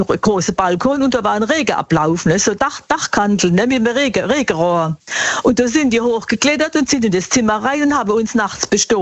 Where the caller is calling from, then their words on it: Bad Schönborn, Baden-Württemberg, Germany; Aus Bad Schönborn. Wir haben schon öfters telefoniert.